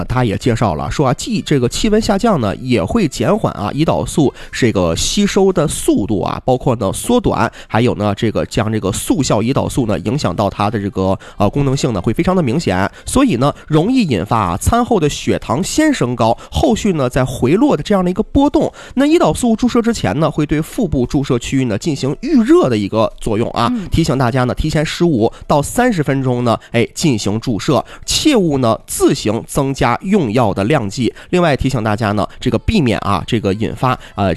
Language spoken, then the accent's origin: Chinese; Harbin, Heilongjiang, China; 咱们哈尔滨人